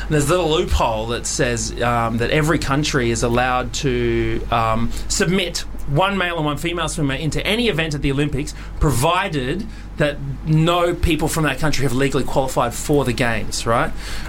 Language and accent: English; Australia; Yeah, I'm Aussie.